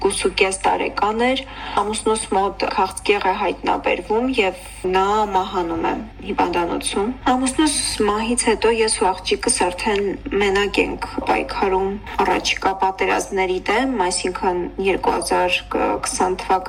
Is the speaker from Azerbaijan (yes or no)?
yes; Stepanakert, Azerbaijan; ծնվել եմ Ստեփանակերտում, սովորել եմ թիվ 11 ավագ դպրոցում